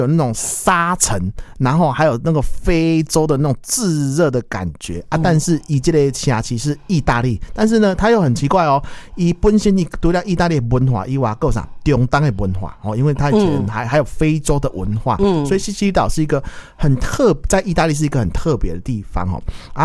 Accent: Taiwan

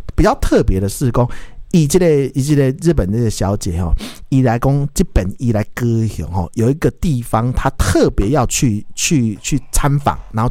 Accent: Taiwan; 可能是我们台湾人不喜欢这个口味啦

